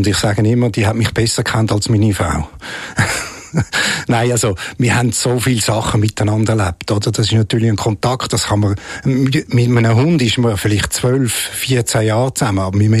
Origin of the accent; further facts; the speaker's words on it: Rapperswil, St. Gallen, Switzerland; Da bin ich in Rapperswil aufgewachsen und habe dort Schule gemacht.